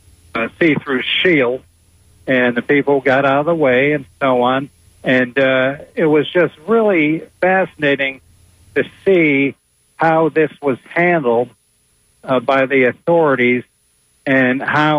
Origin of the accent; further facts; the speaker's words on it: Connecticut, United States; I'm from Connecticut originally, and when they won their first title in 1970, we were huge Knicks fans.